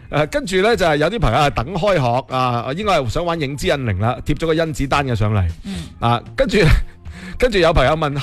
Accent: Guangdong, China; 即係作为广东人啦如果你多啲支持广东话版嘅电影或者有广东话版嘅动画呢咁呢啲电影先至会多㗎。

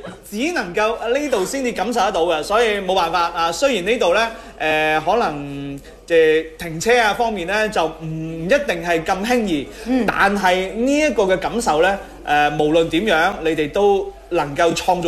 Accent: Guangzhou, Guangdong, China; now in Foshan, China; 我係廣州人嚟嘅。

